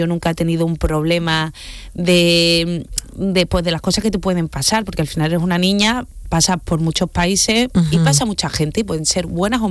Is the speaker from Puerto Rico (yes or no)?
no; Spain; siendo española